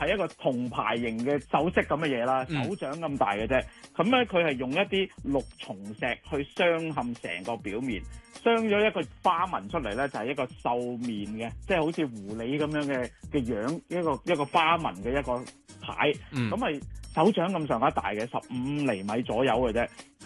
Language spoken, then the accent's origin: Cantonese; China; 睇下3000多、4000年前，我哋中國人嗰啲手藝有幾精緻嘅話咧